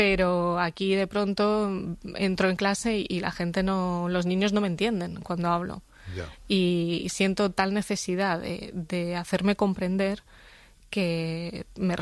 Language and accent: Spanish; Region of Murcia, Spain; born or raised there